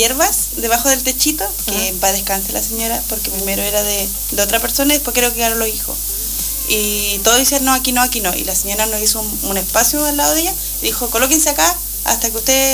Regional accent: Ancud, Los Lagos, Chile; now in Coyhaique, Chile; Yo soy de Chiloé, yo soy de Ancud, y cuando vine la primera vez a vacacionar acá a Coyhaique, mi mamá es una vendedora ambulante en Ancud

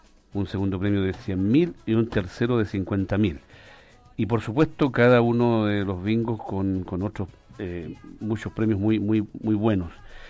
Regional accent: San Clemente, Maule, Chile; nosotros somos de San Clemente

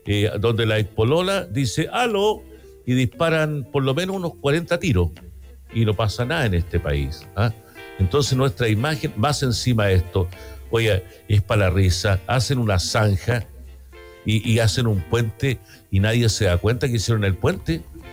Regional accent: Chile; tenemos una mala imagen como chilenos

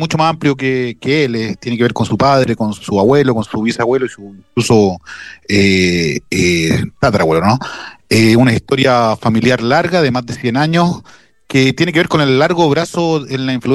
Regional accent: Chile

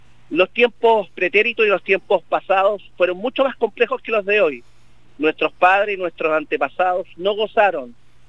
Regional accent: Linares, Maule, Chile; Por eso hemos dicho que para los linarenses la patria comienza en Linares, porque somos chilenos con nuestras costumbres y tradiciones

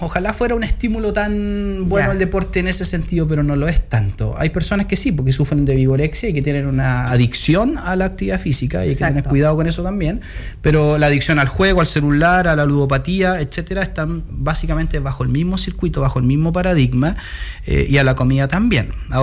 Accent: Chile; Como buen chileno hay que bailar cueca.

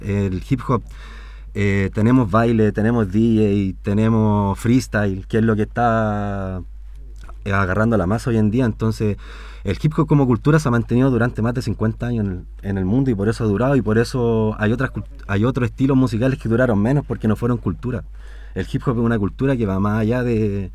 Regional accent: Santiago, Santiago Metropolitan Region, Chile; now in Cauquenes, Chile; Nosotros crecimos en Santiago en un barrio muy, por así decirlo, marginal

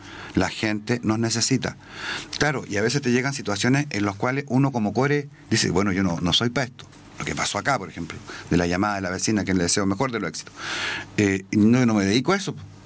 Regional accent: Colbún, Maule, Chile; somos todos aquí de Colbún. Todos queremos Colbún

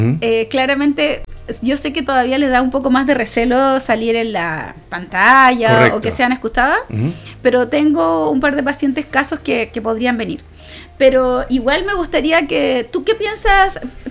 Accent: Arica, Arica y Parinacota, Chile; now in Santa Cruz, Chile; Yo soy de Arica y claramente llevo ya 18 años aquí en la región Santa Cruz

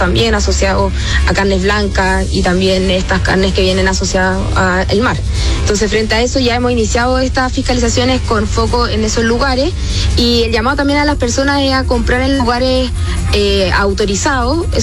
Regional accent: Chile; hay ciertos microorganismos que no estamos acostumbrados como chilenos a enfrentar

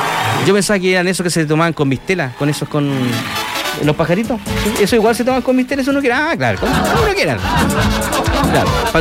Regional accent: Chile; somos los chilenos

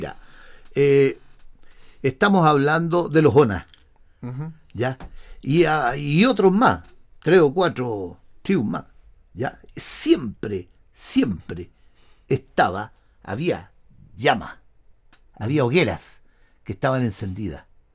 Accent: Valparaíso, Chile; born there; yo nací en Valparaíso, ¿ya? De nacimiento soy porteño.

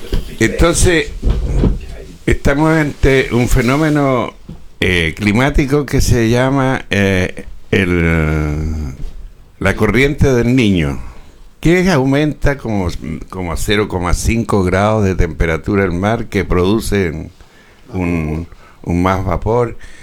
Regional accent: La Unión, Los Ríos, Chile; moved away; mi pueblo natal, La Unión

